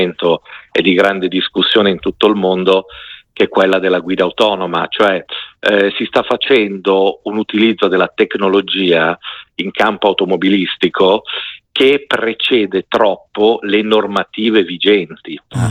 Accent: Milan, Lombardy, Italy; io sono milanese, Milano

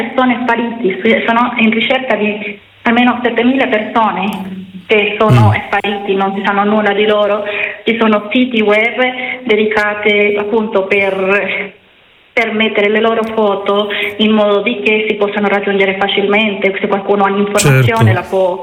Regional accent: Venezuela; per me come venezuelana

